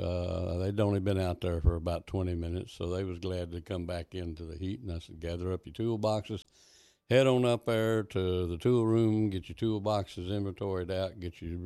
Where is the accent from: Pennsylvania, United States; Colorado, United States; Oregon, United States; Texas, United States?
Texas, United States; Lubbock; now in Llano County, United States; I'm originally from Lubbock, and that's from my place here in Llano County. That's about a six-hour drive nonstop.